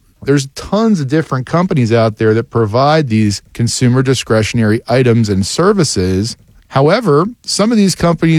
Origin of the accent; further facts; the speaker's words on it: Florida, United States; I'm from South Florida.